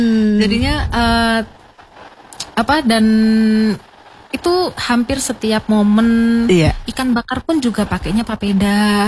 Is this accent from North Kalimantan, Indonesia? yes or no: no; Central Java, Indonesia; now in Manokwari, Indonesia; Saya malah dari Jawa Tengah.